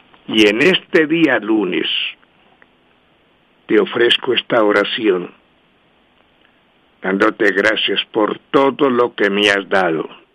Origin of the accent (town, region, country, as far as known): Colombia